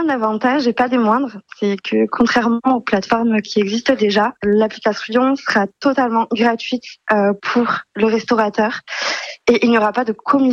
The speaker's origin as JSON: {"language": "French", "town": "Pau", "region": "Nouvelle-Aquitaine", "country": "France", "tie": "born or raised there", "moved": "yes", "lives_now": "Mont-de-Marsan, France", "said": "moi, je vis sur Mont-de-Marsan. Je suis originaire de Pau, une paloise."}